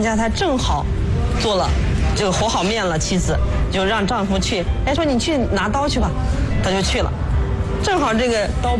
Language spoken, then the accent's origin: Chinese; Shanxi, China; 我们山西人做面食的时候它的智慧所在